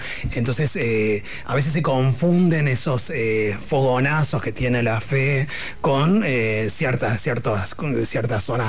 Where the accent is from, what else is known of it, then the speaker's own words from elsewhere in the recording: Córdoba, Argentina; tuve una formación de muy infancia, muy católica y de provincia, o sea, soy cordobés. Y de mucha carga religiosa y mucha creencia religiosa y mucha voracidad por la religión. Era muy devoto